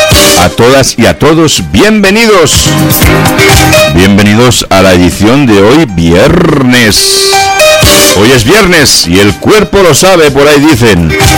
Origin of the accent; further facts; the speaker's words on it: Catalonia, Spain; now in Medellín, Colombia; de Cataluña, mi tierra.